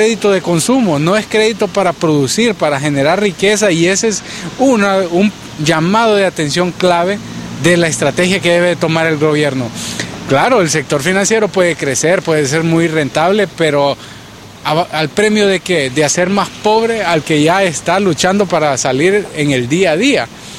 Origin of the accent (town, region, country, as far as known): Honduras